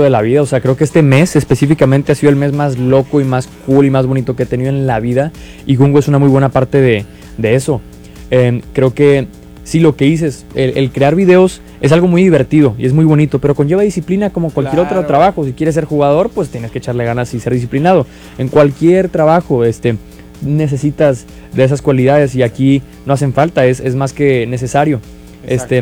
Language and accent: Spanish; Monterrey, Nuevo León, Mexico; No, aparte de que somos regios y le decimos tío a la persona que conocemos hace dos minutos